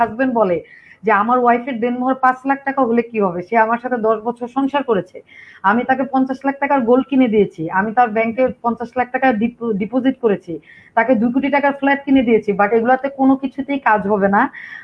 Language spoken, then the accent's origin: Bangla; Bangladesh; born or raised there